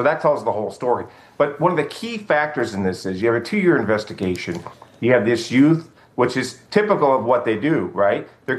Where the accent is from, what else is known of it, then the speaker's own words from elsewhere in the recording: Minneapolis, Minnesota, United States; born there; I'm from Minneapolis, St. Paul area. I was born there, okay?